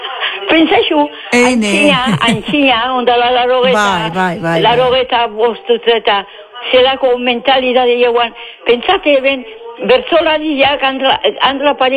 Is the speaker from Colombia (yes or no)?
no; Lekeitio, Basque Country, Spain; also born or lived in Bilbao; Leketxokoa, Leketxokoa. Leketxon bizi